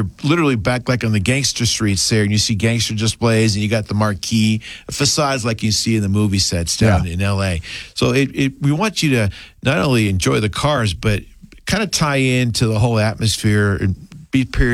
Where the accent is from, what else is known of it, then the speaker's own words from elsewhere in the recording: Boston, Massachusetts, United States; moved away; I am from Boston originally.